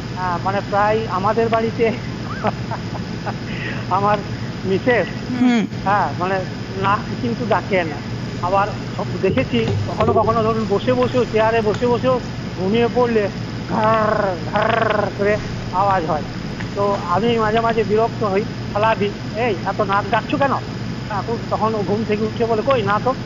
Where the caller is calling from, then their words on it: Jubrajpur, West Bengal, India; হ্যাঁ আমি পশ্চিমবঙ্গের বীরভূম জেলার যুবরাজপুর থেকে … কথা বলছি।